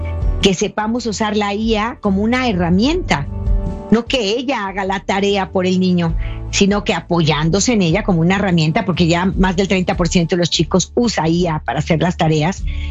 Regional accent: Mexico; En nuestro país, yo soy de México

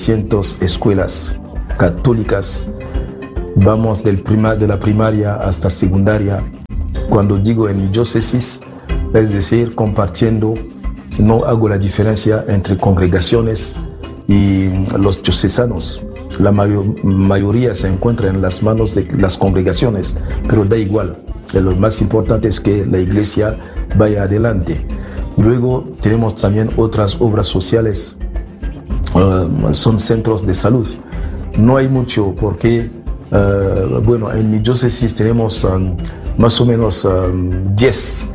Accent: Republic of the Congo; del Congo Brazzaville. Soy arzobispo de la capital.

